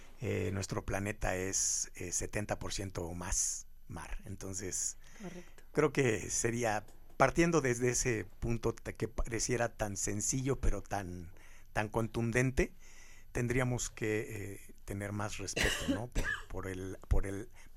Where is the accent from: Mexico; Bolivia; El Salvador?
Mexico; Como mexicano en general